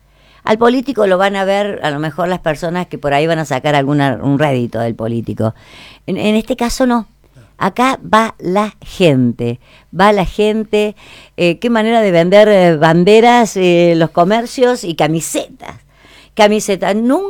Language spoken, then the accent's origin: Spanish; Argentina; Somos todos argentinos